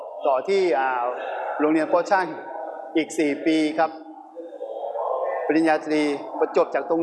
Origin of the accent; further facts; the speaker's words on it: Trang, Thailand; ก่อนอื่นผมก็เป็นคนตรังตอนเรียนปวช.ก็มาเรียนที่วิทยาลัยจังศรีนครศรีธรรมราชครับ